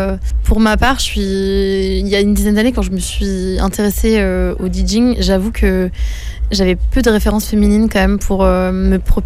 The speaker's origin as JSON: {"language": "French", "town": "Saint-Lô", "region": "Normandy", "country": "France", "also_born_or_lived": "Caen", "said": "Moi, je suis normande de la Manche. Je suis saint-loise, initialement."}